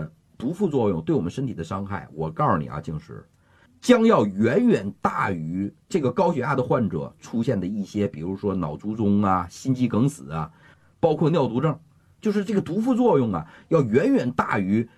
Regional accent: China; 我们中国人第一个就说反对

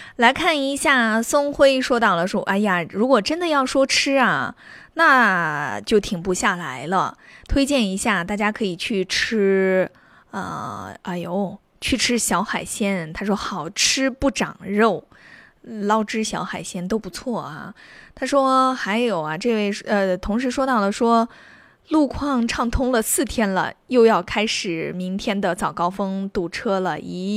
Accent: Xinjiang, China

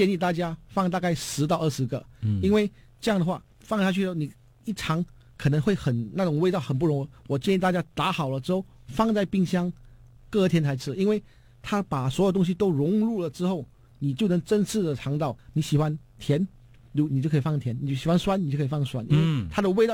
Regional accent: George Town, Penang, Malaysia; 我们槟城人一般的话都是比较喜欢用椰奶

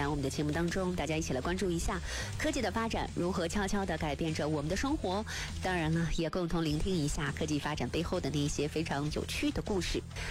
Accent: Hefei, Anhui, China; 咱们合肥人

